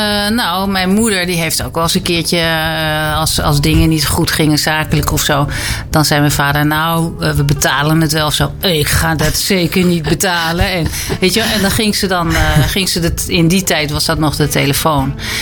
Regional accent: Amstelveen, North Holland, Netherlands; now in Aalsmeer, Netherlands; Ik ben van origine, kom ik uit Amstelveen.

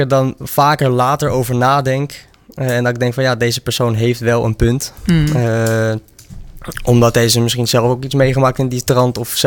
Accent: Netherlands; waar kom je vandaan? Ja, uit Nederland.

